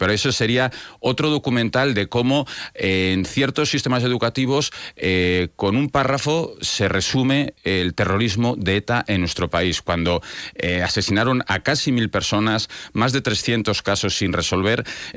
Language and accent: Spanish; Basque Country, Spain; Me vengo a mi tierra, al País Vasco, y cada 2 días matando a gente.